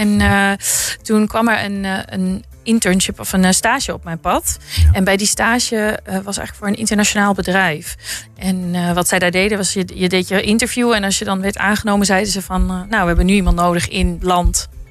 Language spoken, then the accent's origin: Dutch; Hengelo, Overijssel, Netherlands; moved away as an adult; also born or lived in Amsterdam / Asia; Ik ben geboren en getogen in Hengelo. Geboren en getogen Tukker. Maar ik ben op mijn 22e naar Azië verhuisd. Mm-hmm. Bijna 10 jaar weg geweest. Maar nu weer terug.